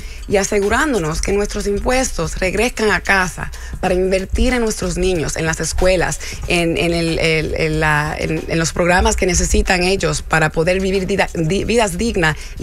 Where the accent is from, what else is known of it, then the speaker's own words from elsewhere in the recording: Dominican Republic; now in United States; Ya yo le he comentado que yo nunca he insultado la bandera. Yo soy dominicana.